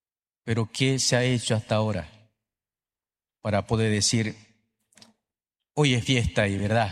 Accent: Bolivia; nos sentimos como bolivianos y bolivianas, orgullosos de ser parte de este país.

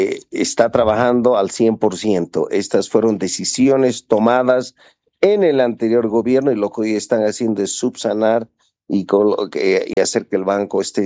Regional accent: Potosí, Bolivia; Me da pena porque yo soy potosino y esa es una herida que llevamos los potosinos porque se nos mintió.

